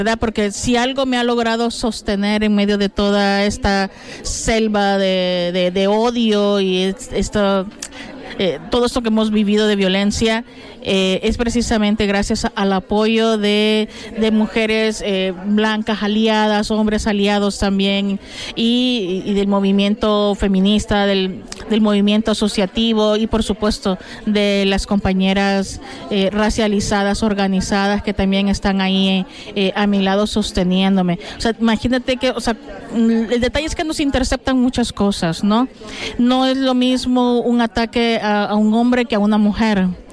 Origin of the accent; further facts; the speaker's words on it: El Salvador; now in Spain; si soy española o no, o que por ser salvadoreña